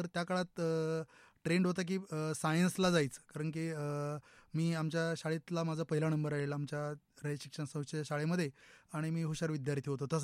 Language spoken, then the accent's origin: Marathi; Hingangaon, Maharashtra, India; खरं तर माझं बालपण ग्रामीण भागामध्ये पूर्णतः व्यतीत झालेलं आहे। मी नगर शहराजवळच असलेलं हिंगणगाव या ठिकाणी माझं प्राथमिक एज्युकेशन मी पूर्ण केलं।